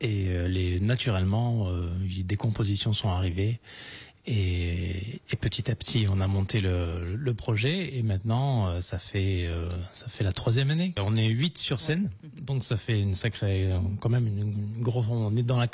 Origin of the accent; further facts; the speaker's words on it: Montpellier, Occitanie, France; on est de Montpellier. Alors après, on a d'autres musiciens qui viennent un petit peu de partout de la région. Mais originellement, oui, on vient de Montpellier.